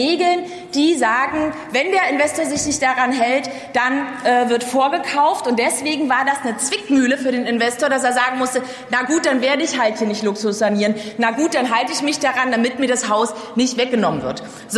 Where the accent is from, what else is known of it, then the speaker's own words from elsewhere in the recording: Berlin, Germany; Als Berlinerin bin ich da natürlich leidgeprüft.